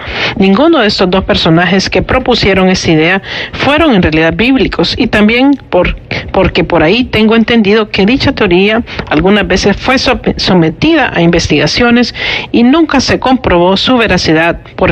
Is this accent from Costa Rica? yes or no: yes; Costa Rica; De hecho, este tema ha sido tan sonado que en mi país y está el miedo que siente la gente, que incluso hay algunos que creen que este nuevo pontífice podría ser el anticristo. Desgraciadamente, Costa Rica se ha convertido en un país